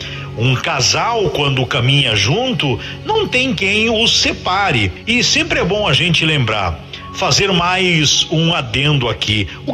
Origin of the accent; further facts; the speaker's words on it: Brazil